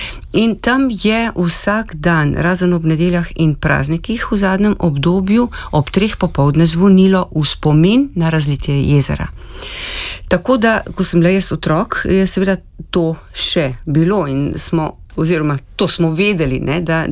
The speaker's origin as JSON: {"language": "Slovenian", "town": "Kamnik", "region": "Central Slovenia", "country": "Slovenia", "said": "Namreč prihajam iz Kamnika in tam sem se že zelo zgodaj srečala s izročilom o Kamniškem jezeru."}